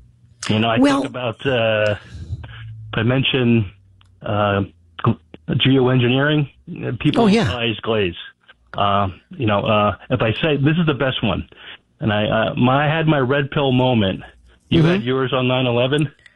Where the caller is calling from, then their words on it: New Jersey, United States; I'm from the Jersey Shore.